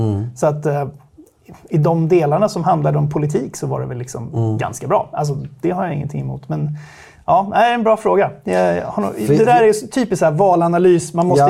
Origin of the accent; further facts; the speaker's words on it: Stockholm, Stockholm County, Sweden; Jag kommer från Stockholm. Akademiker bakgrund.